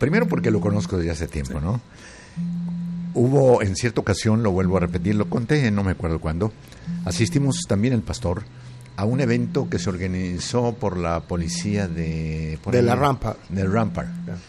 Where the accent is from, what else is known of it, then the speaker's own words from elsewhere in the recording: Tlaltenango, Zacatecas, Mexico; moved away; De Tlaltenango, mi pueblo, me están saludando.